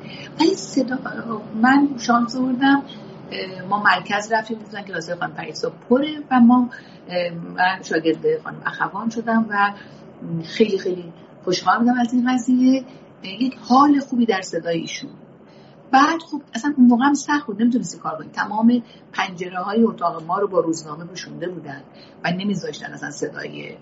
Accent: Tehran, Tehran Province, Iran; من اصالتا بچه اشمت دوله تهرانم، متولد تهران هستم

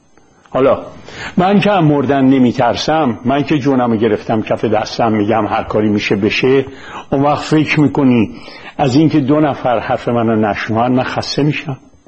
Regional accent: Iran; moved away; also born or lived in Kensington, London

